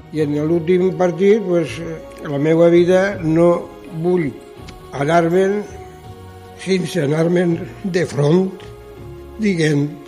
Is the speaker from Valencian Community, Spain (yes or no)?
yes; La Pobla de Vallbona, Valencian Community, Spain; soc de la Palà Vallbona i de la penya valencianista Balaguer.